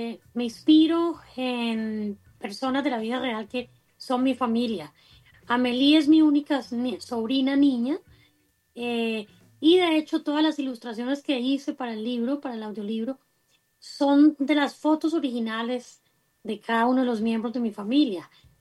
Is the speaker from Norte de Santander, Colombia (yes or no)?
yes; Chinácota, Norte de Santander, Colombia; born there; Eso, Chinacota, la casita bonita del norte de Santander. Mi pueblo, bueno, el pueblo donde nací porque no es mío, pero Chinacota es un municipio que dentro del departamento norte de Santander ha sido famoso.